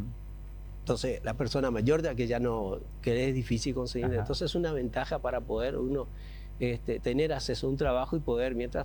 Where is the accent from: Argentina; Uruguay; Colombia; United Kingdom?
Uruguay; moved away; Bueno, contanos, yo soy una persona, soy extranjero, o sea, vine de Uruguay hace 38 años.